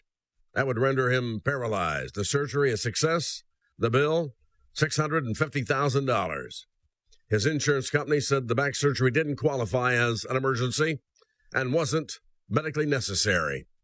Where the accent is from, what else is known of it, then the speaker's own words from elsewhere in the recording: Midwest, United States; I'm a pastor from the Midwest, 38 years of the church that I started.